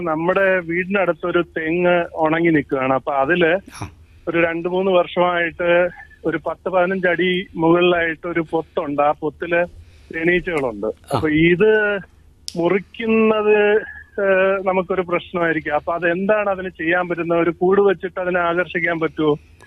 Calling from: Pallipuram, Kerala, India; ഞാൻ വിളിക്കുന്നത് പള്ളിപ്പുറത്തു നിന്നാണ്.

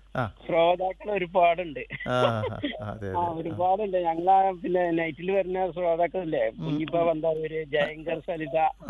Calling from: Vaniyambalam, Kerala, India; ഞാൻ വാണിയമ്പലം ശാന്തിനഗർ.

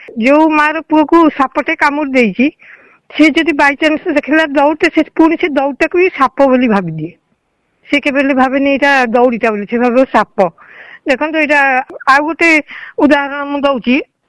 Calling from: Jagatsinghpur, Odisha, India; କହୁଥିଲି ଜଗତସିଂହପୁରରୁ।

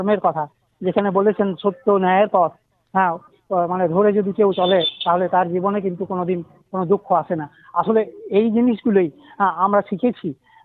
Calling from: Jubrajpur, India; আমি বীরভূমের যুবরাজপুর থেকে বলছি দিদি।

